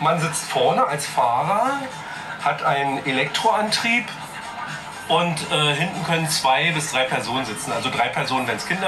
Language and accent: German; Brandenburg an der Havel, Brandenburg, Germany; Ja, ich komme ja aus Brandenburg, der Stadt im Land.